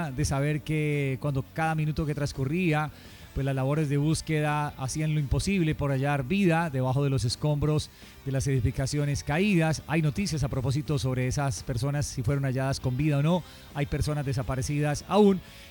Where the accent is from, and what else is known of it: Cali, Valle del Cauca, Colombia